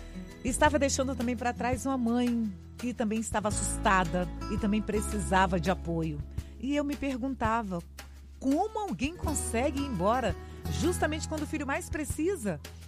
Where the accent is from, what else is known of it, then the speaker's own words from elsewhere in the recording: Espírito Santo, Brazil; now in São Paulo, Brazil; sou capixaba, mas estou morando no interior de São Paulo.